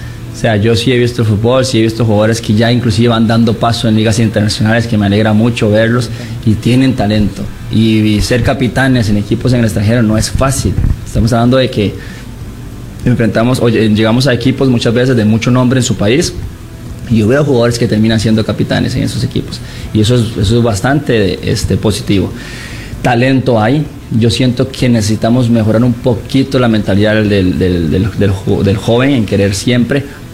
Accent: Costa Rica; nosotros no tenemos ejército en Costa Rica, pero de cierta manera somos el ejército de Costa Rica, representando al país por medio del fútbol.

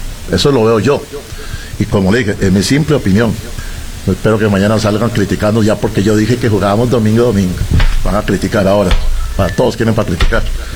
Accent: Costa Rica; nosotros no estamos en Europa, ni somos europeos, somos más ticos que el agua dulce

